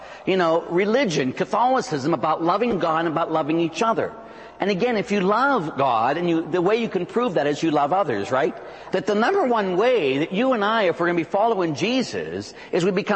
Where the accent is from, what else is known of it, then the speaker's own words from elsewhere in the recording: Pittsburgh, Pennsylvania, United States; I grew up in Pittsburgh. I'm a Pittsburgher, I say yin still.